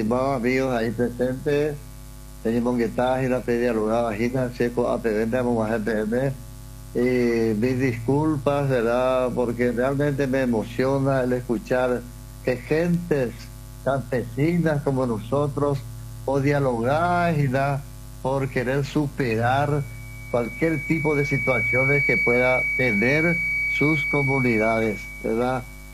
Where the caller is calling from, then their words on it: Paraguay; Y como bien paraguayo.